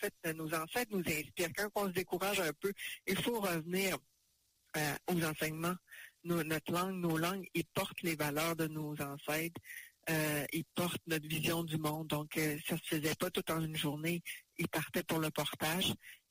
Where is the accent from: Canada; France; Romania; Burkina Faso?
Canada; Mashteuiatsh, Quebec; Pour moi, je suis Innu de Mashtuyat.